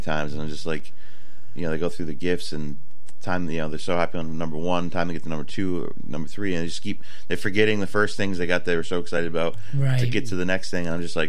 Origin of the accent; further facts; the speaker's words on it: United States; I'm going to Americanize it a little bit, but because I'm American.